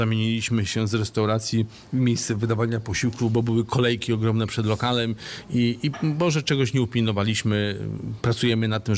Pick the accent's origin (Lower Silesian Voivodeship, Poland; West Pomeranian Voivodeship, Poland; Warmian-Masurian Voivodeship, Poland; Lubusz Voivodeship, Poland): Lower Silesian Voivodeship, Poland; born there; ja jestem urodzony na Dolnym Śląsku, mieszkam, pracuję